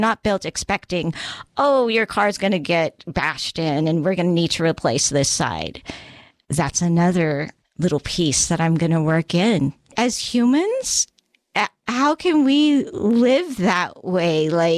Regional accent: San Diego, California, United States; here I am, this little brat at Paradise Hills, in Paradise Hills, going to school

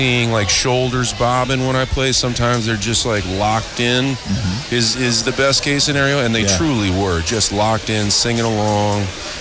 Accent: Metairie, Louisiana, United States; I grew up in Metairie, you know. So, you know, playing baseball and riding my bike around town.

